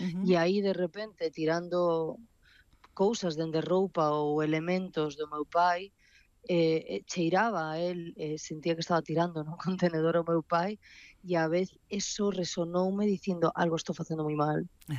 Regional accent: Ribeira, Galicia, Spain; coma nas aldeas ao redor de Santiago, que é donde eu me criei, crieime aquí en Ribeira.

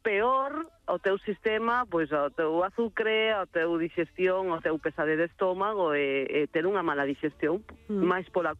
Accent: Galicia, Spain; A ver, como vos galegos que nos gusta a festa

